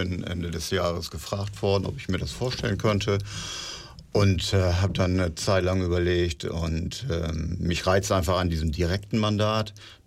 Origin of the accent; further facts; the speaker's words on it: Emden, Lower Saxony, Germany; now in Twixlum, Germany; Ich komme nicht aus einem der Dörfer, das heißt, ich habe kein Kirchturmdenken. Ich komme ja aus Emden.